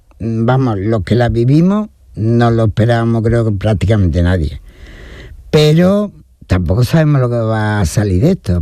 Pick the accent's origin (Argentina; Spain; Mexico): Spain; Andalusia